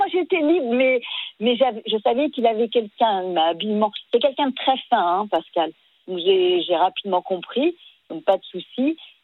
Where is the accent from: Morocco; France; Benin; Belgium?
France; Pays de la Loire; Moi, je viens de l'ouest de la France.